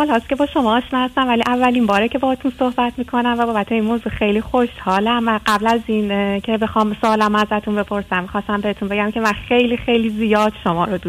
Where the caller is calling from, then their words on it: Iran; moved away as an adult; من در حال حاضر از یک از کشورهای آسیایی خدمتتون تماس میگیرم ولی 10 ساله که از ایران اومدم و اروپا زندگی میکنم.